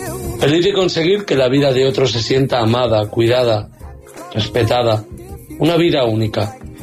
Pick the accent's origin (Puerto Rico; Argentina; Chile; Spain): Spain; Castile; now in Vigo, Spain; Soy el castellano que se enamoró de Vigo